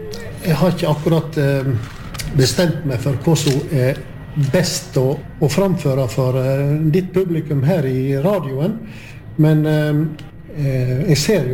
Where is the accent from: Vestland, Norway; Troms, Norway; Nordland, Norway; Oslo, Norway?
Vestland, Norway; Gaupne; Swedish is a second language; så sa jag att jag kommer ju ifrån Gaupne.